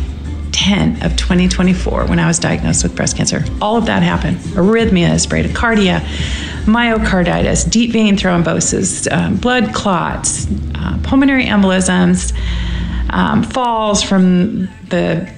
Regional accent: Washington, United States; I'm from Washington State. Washington State was the first state that the virus showed up.

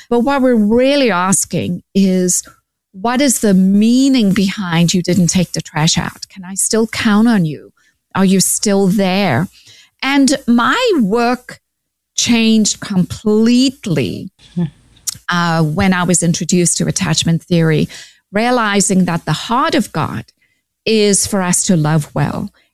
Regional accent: South Africa; now in United States; you know that I grew up in South Africa, came to America, where my dad was a well-known psychologist … at Fuller Graduate School of Psychology.

